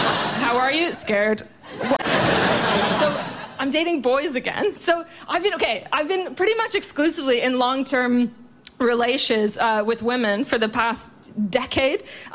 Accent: Canada; moved away; I'm from Canada.

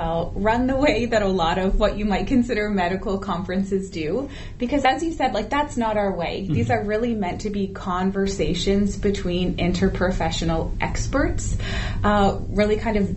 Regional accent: Tyendinaga, Ontario, Canada; from Gandege, or Mohawk. My home First Nation is Tiandanega

